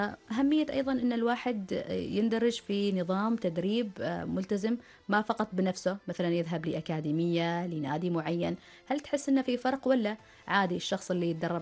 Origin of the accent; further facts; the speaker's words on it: Oman; عندنا في سلطنة عمان